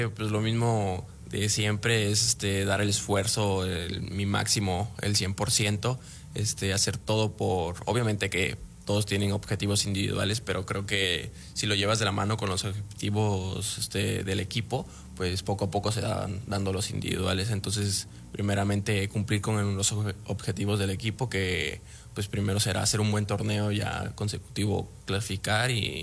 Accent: Tapachula, Chiapas, Mexico; Sí, claro, pues justo por mi niñez que vivía allá en Chiapas, en Tapachula, inicié y pues fue muy rápido el proceso

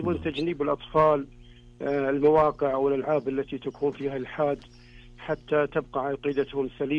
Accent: Saudi Arabia; ونشيد يعني ولله الحمد في بلادنا المملكة العربية السعودية من الابتدائي إلى المتوسط والثانوي والجامعات كلها يعني تدرس العقيدة السليمة

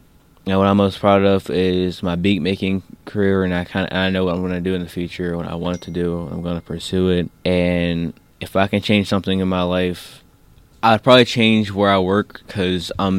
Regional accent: Pittsburgh, Pennsylvania, United States; born there; I'm 16 years old and I attend Holy Family Academy. I was born in Pittsburgh

